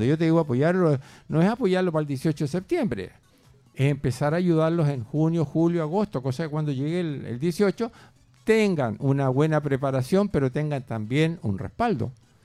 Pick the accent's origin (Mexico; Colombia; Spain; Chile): Chile; San José de Los Lingues, O'Higgins; Yo soy de San José de los Lingues, y peleaba con Roma.